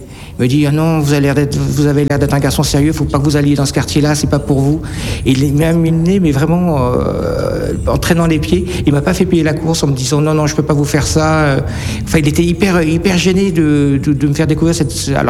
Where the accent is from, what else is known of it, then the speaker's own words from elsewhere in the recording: France; Donc, je me sentais presque un petit peu concerné en tant que Français par l'Hacienda